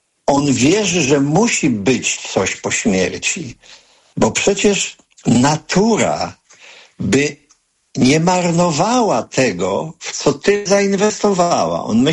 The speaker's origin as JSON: {"language": "Polish", "town": "Sosnowiec", "region": "Silesian Voivodeship", "country": "Poland", "tie": "born or raised there", "said": "Ja się urodziłem, wychowywałem w takiej górniczej dzielnicy Sosnowca-Niwce. Były dwie kopalnie."}